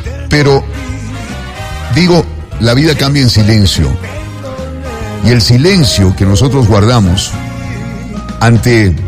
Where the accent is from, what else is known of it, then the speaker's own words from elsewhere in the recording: Ecuador; born there; tú, yo, fuimos los privilegiados de nacer en él, y encima nacimos en el Ecuador